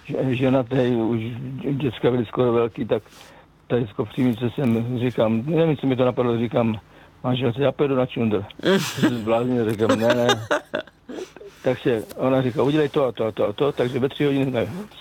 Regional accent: South Moravian Region, Czechia; tam byli kluci z A6 z Prahy a tak dále, a já jsem tam z Jižní Moravy, takže na víkendy jsme nepravidelně jezdili domů

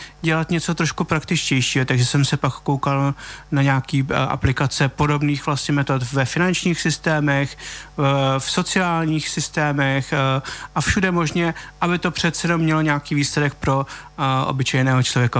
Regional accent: Jihlava, Vysočina Region, Czechia; moved away as an adult; also born or lived in Prague; now in Vienna, Austria; Já jsem z Jihlavy, studoval jsem pak v Praze a potom jsem byl rok v Číně na univerzitě na postdoku

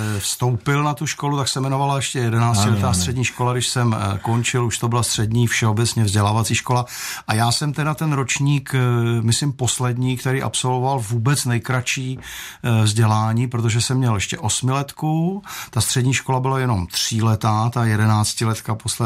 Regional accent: Prague, Czechia; já jsem Vltavou křtěný Pražák a vlastně celý dětství jsme strávili na Vinohradech. Já jsem bydlel s matkou a s bratrem, protože naši se rozvedli, když mi byli 4 roky

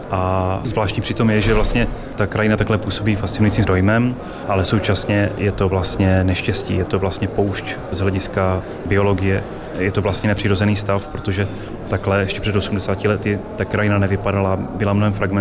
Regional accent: Zlín, Zlín Region, Czechia; Já pocházím ze Zlína

